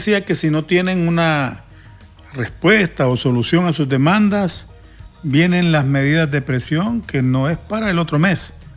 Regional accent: Honduras; me preocupa como hondureño, y también como periodista

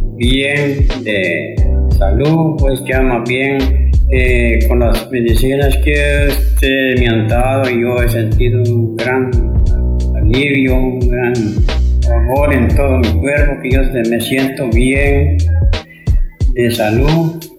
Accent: Ermitaño Nueva Frontera, Chiapas, Mexico; Yo vengo del Ermitaño Nueva Frontera.

